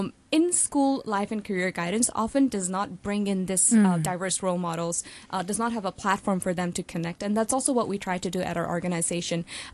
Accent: Pakistan; I'm from Pakistani, Suba is from Bangladesh.

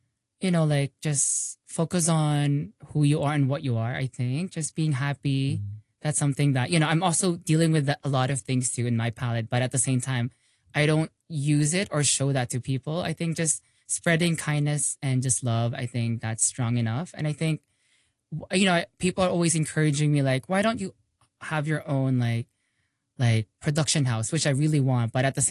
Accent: Hong Kong; born there; I'm Filipino, but, you know, my culture is because I'm born in Hong Kong. So I'm not really very familiar with the Philippines too.

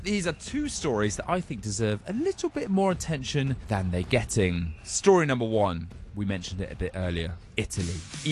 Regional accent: England, United Kingdom; Come on, now I am English. I am biased, you might have guessed, but I do genuinely believe that this could be our year.

